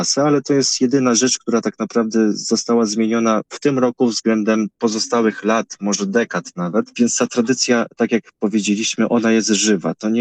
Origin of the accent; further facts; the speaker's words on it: Myszyniec, Masovian Voivodeship, Poland; u nas w Myszyńcu nie.